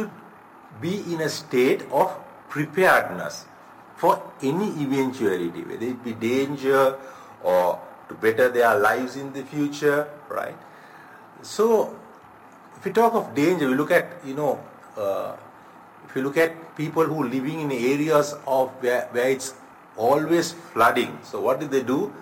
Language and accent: English; Sri Lanka; from Sri Lanka